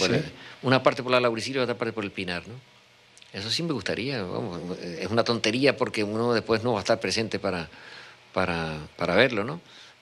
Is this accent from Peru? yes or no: no; San Cristóbal de La Laguna, Canary Islands, Spain; No, yo soy canario 100%, a pesar de que... De lo que hemos hablado, de que parezco un lagunero renegado porque no vivo en la laguna. Mi laguna no me la puede quitar nadie, la tengo en el alma, ¿no? Yo tengo que morir aquí en Canarias y me gustaría seguir viviendo en Canarias.